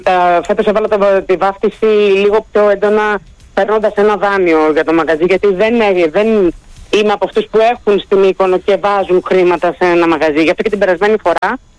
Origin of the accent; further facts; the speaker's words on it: Aigaleo, Attica, Greece; από Εγάλεο.